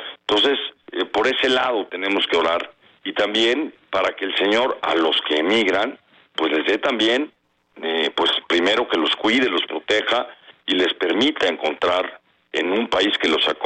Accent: Mexico

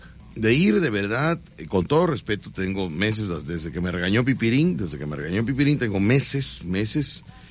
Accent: Mexico City, Mexico; born there; Pero yo soy de La Lagunilla, mi barrio.

